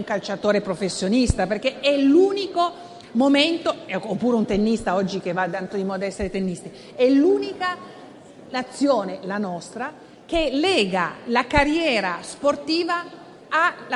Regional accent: Turin, Piedmont, Italy; da torinese che ha visto la sua città completamente trasformata grazie alle Olimpiadi invernali del 2006, da città fabbrica è diventata città del turismo.

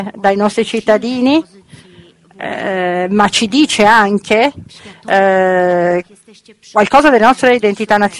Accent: Poland; Italian is a second language; io come polacca posso andare, per esempio, in l'ambasciata italiana e essere aiutato

